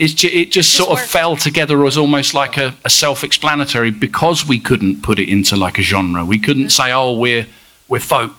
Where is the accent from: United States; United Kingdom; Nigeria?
United Kingdom; England; moved away; she's from Northern Ireland and I'm from England.